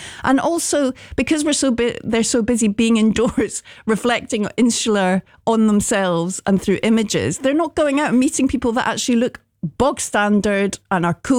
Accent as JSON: {"language": "English", "town": "Glasgow", "region": "Scotland", "country": "United Kingdom", "tie": "born or raised there", "said": "When I was a kid growing up in Glasgow"}